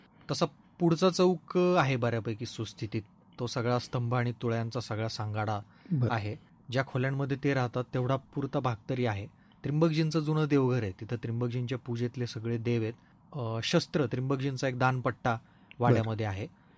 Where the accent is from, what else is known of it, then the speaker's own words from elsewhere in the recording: Nimgaon Jali, Maharashtra, India; moved away; म्हणजे मी लहानपणापासून ज्या गावात मोठा झालो तिथं अनेक वाडे आहेत, विहिरी, बारवा, मंदिरं, वेस आहे मोठी, गावकुस आहे.